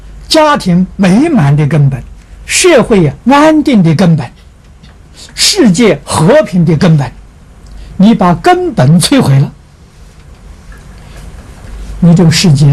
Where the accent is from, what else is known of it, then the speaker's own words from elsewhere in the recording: China; 我们中国人比他高明的重要理智啊